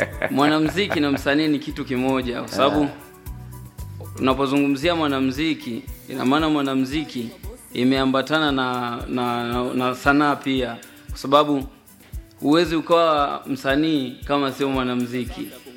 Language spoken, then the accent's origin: Swahili; Tabora, Tanzania; born there; also born or lived in Kigoma; Nimezaliwa mkoa wa Tabora.